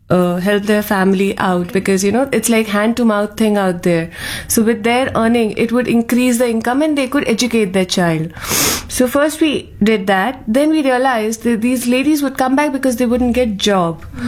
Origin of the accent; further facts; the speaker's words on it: Ahmedabad, Gujarat, India; Actually, I'm from Ahmedabad, and this institute has been established in 1995 by Anandiben Patel out there.